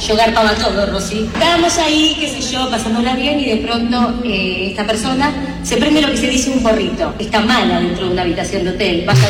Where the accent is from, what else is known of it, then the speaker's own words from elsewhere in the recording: Argentina; Muy generosa como buena argentina.